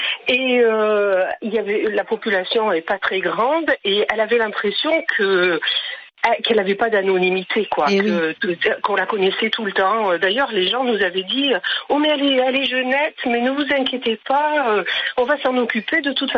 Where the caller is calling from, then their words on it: Scotland, United Kingdom; dans le sud-ouest de l'Écosse, au bord de la mer.